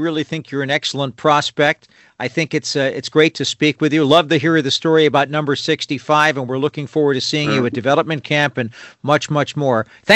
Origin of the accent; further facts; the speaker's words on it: Connecticut, United States; Quinnipiac University in my home state of Connecticut.